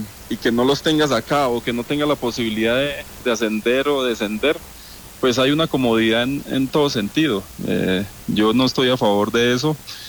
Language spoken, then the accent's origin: Spanish; Colombia; now in Mexico